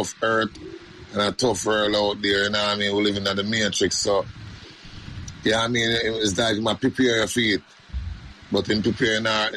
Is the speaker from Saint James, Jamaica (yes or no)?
no; Westmoreland, Jamaica; born there; I was born in Westmoreland. That's in the countryside, you know what I mean?